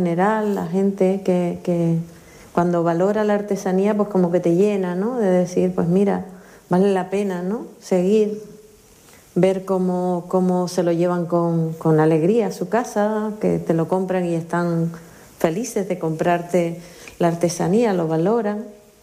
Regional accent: Icod de los Vinos, Canary Islands, Spain; veo la diferencia del ayuntamiento de La Guancha al ayuntamiento de Hico de los Vinos, de donde soy yo, el poco apoyo.

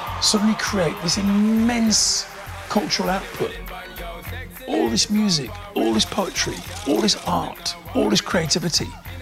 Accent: Dudley, West Midlands, United Kingdom; I was born here in Dudley in the West Midlands. And I grew up here. On Douglas Road. I've got so many brilliant memories of growing up in a very, very Caribbean household. Everything we did was Jamaican, the way we talked, what we ate, the music we played

